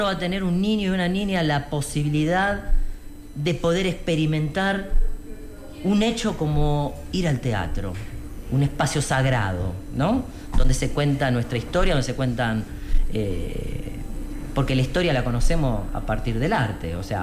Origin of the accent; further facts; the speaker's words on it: Argentina; moved away as an adult; also born or lived in Buenos Aires; hace 30 años que me fui a estudiar, a formarme a Buenos Aires, de mi pueblo.